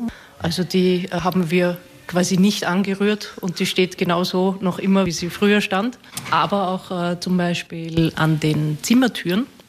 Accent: Vienna, Austria; Also ich bin ja eher im Süden Wiens aufgewachsen.

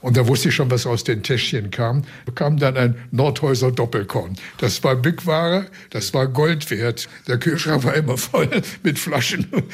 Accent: Saxony, Germany; Bei uns zu Hause im Erzgebirge, da sind Sie nur das Horstelchen.

